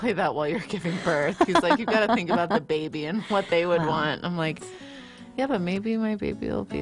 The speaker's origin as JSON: {"language": "English", "town": "Cincinnati", "region": "Ohio", "country": "United States", "tie": "born or raised there", "moved": "yes", "said": "my hometown of Cincinnati."}